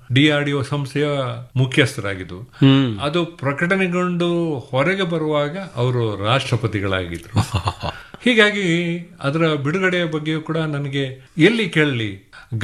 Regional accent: Puttur, Karnataka, India; born or raised there; moved away

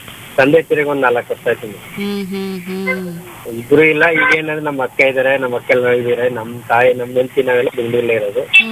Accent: Gundlupet, Karnataka, India; now in Bangalore, India; ನಮ್ಮ ಊರು ಬಂದ್ಬಿಟ್ಟು ಮೇಡಮ್ ಗುಂಡ್ಲುಪೇಟೆ ಅಂತ ಒಂದು ಹಳ್ಳಿ.

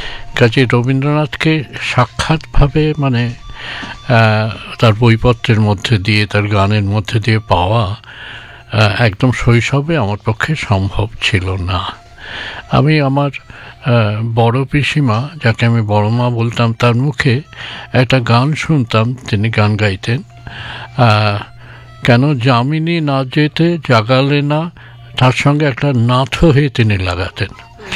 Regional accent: East Bengal, Bangladesh; আমি তো পূর্ব বাংলার দূর প্রান্তের একটা গ্রামে জন্মেছি

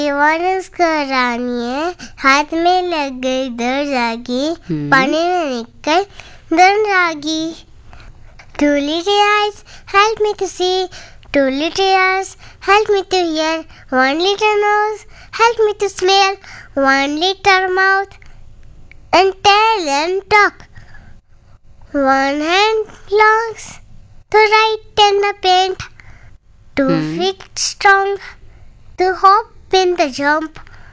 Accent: Maharashtra, India; कोटकन माझं गाव आहे.

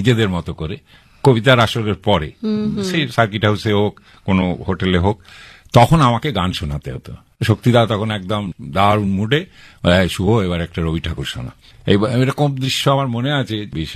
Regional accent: Bhatpara, West Bengal, India; আমি মফস্বলের ছেলে, গঙ্গার ধারে বাড়ি

